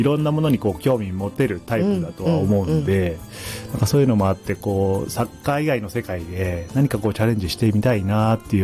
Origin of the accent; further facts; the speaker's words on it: Gunma, Japan; moved away; で2020年にまた群馬に戻ってくるんですけど、